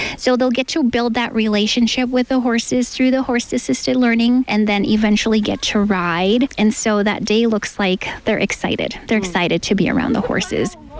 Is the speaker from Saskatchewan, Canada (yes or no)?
yes; Kawacatoose Cree Nation, Saskatchewan, Canada; now in Tsuut'ina Nation, Canada; I'm originally from Kakawishtahau Cree Nation in Saskatc